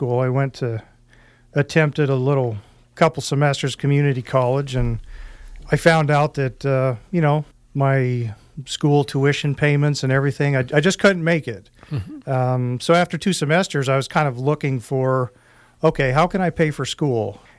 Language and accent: English; Wyoming, United States; I grew up kind of in the grasslands of northeastern Wyoming.